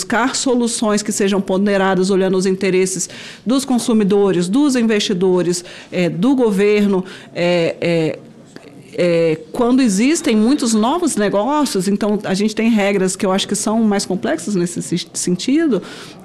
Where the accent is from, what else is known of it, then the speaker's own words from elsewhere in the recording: Brazil; eu acho que enquanto brasileiros, a gente pode se orgulhar do que são hoje esses setores